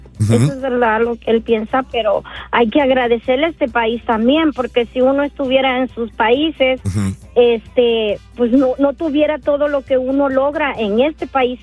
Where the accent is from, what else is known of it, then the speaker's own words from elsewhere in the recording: El Salvador; Yo me casé con un de México, yo soy del Salvador.